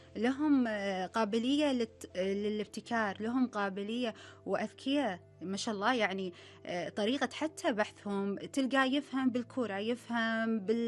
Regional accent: Kuwait; أني أنا من الكويت

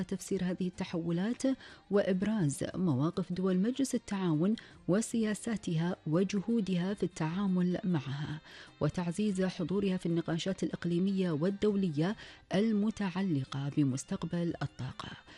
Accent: Kuwait; طبعا هذه كانت فقرتنا في أخبار ديرتنا الحبيبة الكويت وآخر المستجدات.

